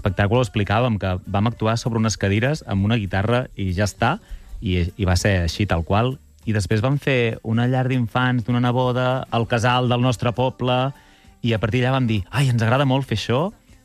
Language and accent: Catalan; Castelló d'Empúries, Catalonia, Spain; jo vaig néixer a Castelló, he voltat molt per tot l'Empordà a diferents llocs a l'hora de viure, però sempre anava a la mateixa escola, que era Castelló d'Empúries